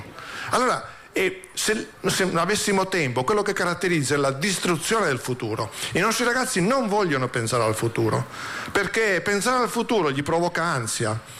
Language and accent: Italian; Sicily, Italy; io vengo dalla Sicilia, da una famiglia contadina